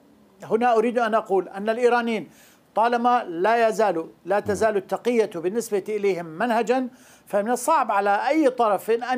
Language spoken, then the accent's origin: Arabic; Syria; فنحن جاهزون كسوريين